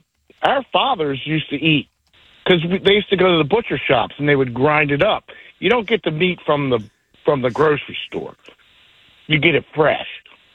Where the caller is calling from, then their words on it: Pasadena, Maryland, United States; I'm calling from Pasadena.